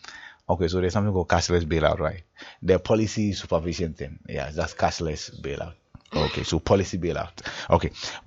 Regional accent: Ghana; as a Ghanaian.

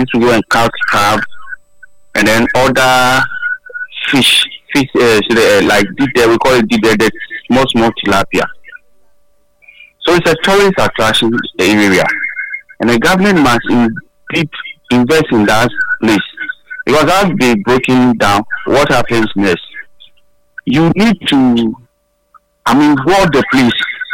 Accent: Accra, Greater Accra, Ghana; born there; now in Teshi, Ghana; I myself, I'm a Labadi born man.

